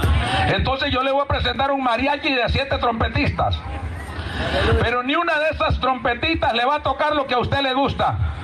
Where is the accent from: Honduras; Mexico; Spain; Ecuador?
Honduras; somos catrachos todos.